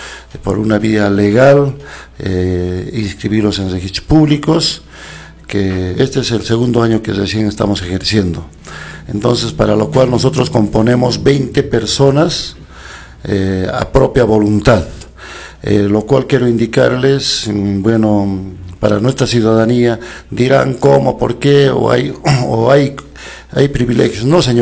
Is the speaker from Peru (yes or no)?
yes; Calca, Cusco, Peru; mi pueblo de Calca, que tanto lo quiero, tanto lo amo